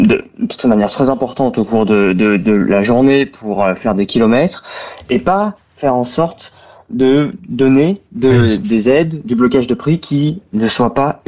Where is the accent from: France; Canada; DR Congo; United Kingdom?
France; Chez nous, en France